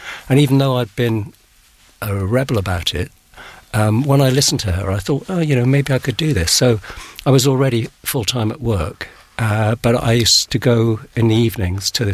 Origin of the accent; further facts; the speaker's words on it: Wales, United Kingdom; So the part of me that's that kid, you know, growing up in the South Welsh valleys and that loves the Manx is completely alive in me now.